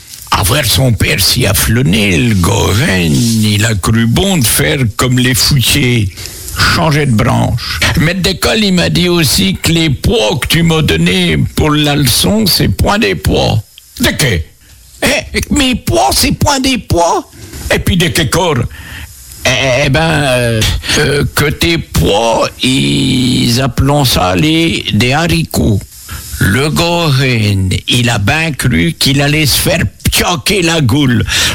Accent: Viré-en-Champagne, Pays de la Loire, France; accent: Maine patois (langue mainiote); je me souviens quand je suis arrivé à l'école en 1952 à Viré-en-Champagne, on m'interdisait de causer mon patois

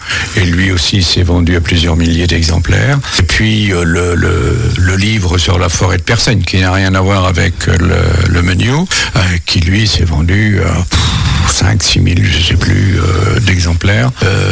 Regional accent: Pays de la Loire, France; first language Sarthe patois (Mayennais/Méniot); French is a second language; moved away; je suis né dans un tout petit village des Coivrons, viré en Champagne, où à la ferme on ne parlait ce que les gens appellent le patois

